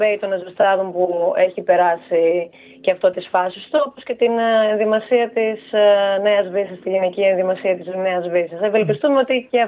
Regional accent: Nea Vyssa, Eastern Macedonia and Thrace, Greece; στη Νέα Δύση, που είναι η πατρίδα μου και ήταν και ένα πολύ μεγάλο χωριό.

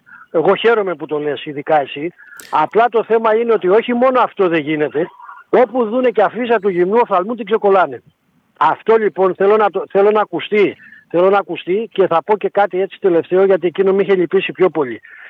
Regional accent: Patras, Western Greece, Greece; born there; Εμένα η Πάτρα θα είναι η πόλη μου

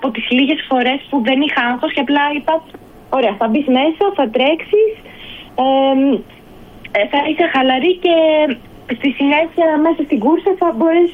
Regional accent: Ioannina, Epirus, Greece; moved away as an adult; now in Athens, Greece; επειδή είχα μείνει στα Γιάννενα στην πόλη μου

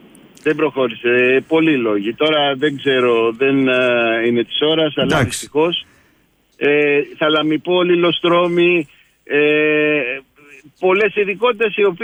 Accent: Greece

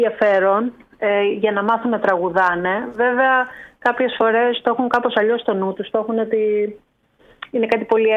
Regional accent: Agios Prokopios, Greece; Εγώ είμαι γέννημα θρέμα Αγίου του Αγίου Προκοπίου, του χωριού, είναι δηλαδή.

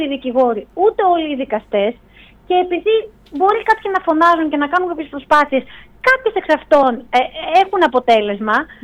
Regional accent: Kefalonia, Ionian Islands, Greece; στο χωριό μου στην Κεφαλονιά

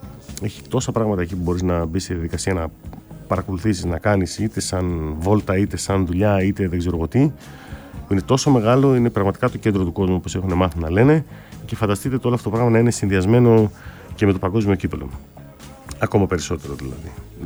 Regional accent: Greece; Εμείς είμαστε μεγαλωμένοι σαν Έλληνες λίγο διαφορετικά σε σχέση με αυτό που είναι ξένοι.

